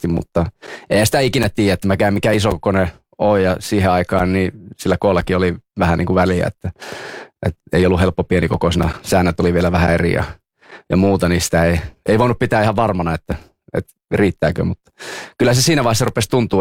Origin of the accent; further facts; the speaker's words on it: Siilinjärvi, North Savo, Finland; silloin oli meillä Vuorelassa, mikä on just Siilinjärven puolella, niin siellä oli oma joukkue. Vaikka pieni paikka olikin